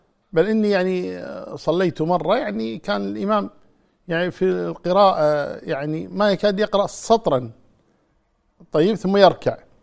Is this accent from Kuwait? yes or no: yes; Kuwait; الحمد لله عندنا في الكويت يعني الوزارة يعني مهيئة لهذا